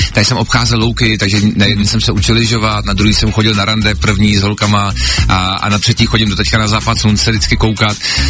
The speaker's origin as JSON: {"language": "Czech", "town": "Železná Ruda", "region": "Plzeň Region", "country": "Czechia", "tie": "born or raised there", "said": "Železná ruda mimochodem moc hezký město, hrozně se dalo dohromady a hodně lidí zajímá, odkud pocházím, kde jsem vyrost"}